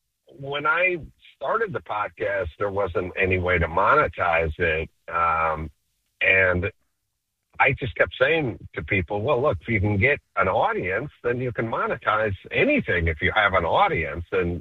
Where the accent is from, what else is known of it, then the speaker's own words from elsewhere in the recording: Los Angeles, California, United States; You know, I grew up in Los Angeles.